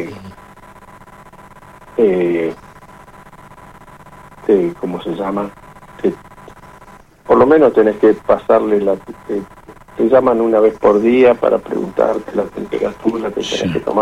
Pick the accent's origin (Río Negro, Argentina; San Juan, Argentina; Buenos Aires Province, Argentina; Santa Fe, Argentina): Buenos Aires Province, Argentina; Carmen de Areco; Carmen de Areco.